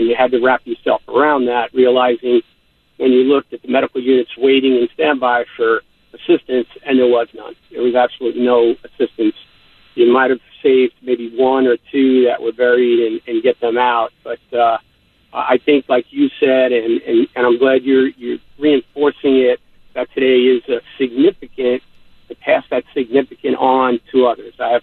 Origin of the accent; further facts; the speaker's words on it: New York, United States; accent: New York; moved away as an adult; also born or lived in Long Island; now in Tennessee, United States; if you can't tell by my accent, I'm a transplant from New York.